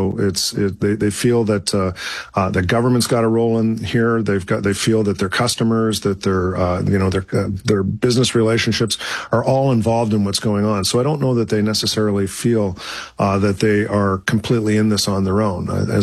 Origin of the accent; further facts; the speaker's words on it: Cambridge, Ontario, Canada; I am from Cambridge, Ontario. Went to Glenview Park Secondary School. So those of you who are on listening to this will know exactly where that is. I met my wife in Cambridge, and went to high school there. So it's home territory.